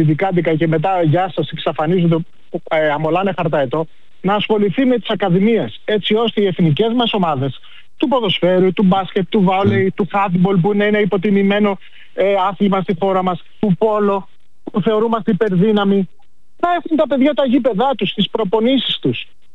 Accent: Greece; Εγώ ως Έλληνας είμαι περήφανος.

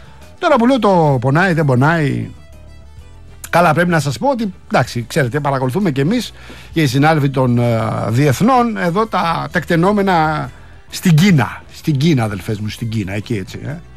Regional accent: Attica, Greece; 18 στην πατρίδα μου στα Ανατολικά Προάστια.

